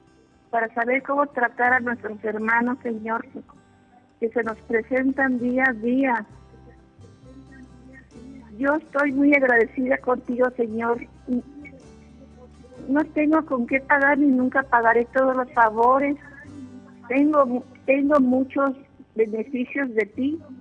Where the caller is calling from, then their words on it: Jalapilla, Veracruz, Mexico; Hablo de Jalapilla, Veracruz.